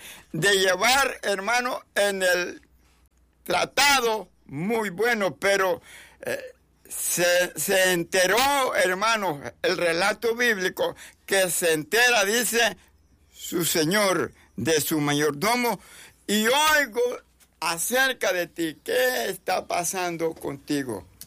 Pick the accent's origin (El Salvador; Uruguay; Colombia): El Salvador